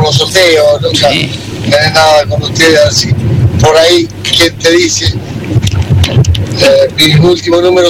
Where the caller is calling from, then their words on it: Saladillo, Buenos Aires Province, Argentina; Saladillo.